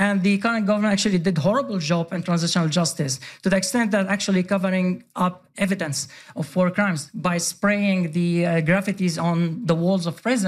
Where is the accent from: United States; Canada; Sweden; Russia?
Sweden; Yeah, no, very appreciated because I grew up in Sweden.